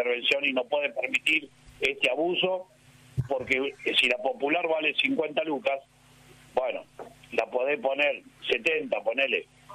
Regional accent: Villa Crespo, Buenos Aires, Argentina; now in Bernal, Argentina; No, de Bernal no. Yo soy de Villa Crespo, vivo en Bernal.

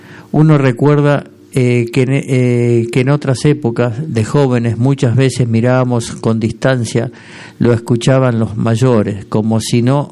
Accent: Argentina; now in Antofagasta, Chile; Yo también soy un argentino que acompaña esta transmisión radial desde lejos, y la verdad emociona muchísimo escuchar estos versos tan criollos que te transportan por un rato a nuestro país, desde Antofagasta, Chile.

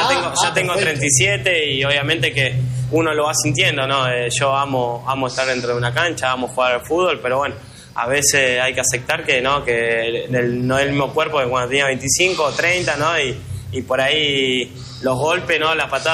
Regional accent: Quilmes, Buenos Aires Province, Argentina; born there

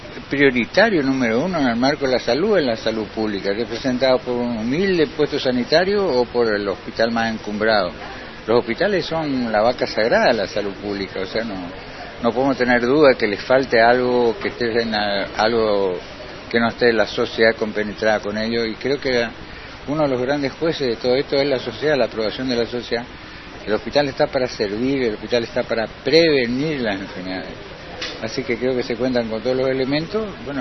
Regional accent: Misiones, Argentina; now in Chaco, Argentina; a lo largo de mis 70 años de vida en toda la provincia del Chaco. Yo soy un chaqueño por adopción, pero yo no soy chaqueño, soy misionero, pero acá tengo mis hijos, acá vivo yo

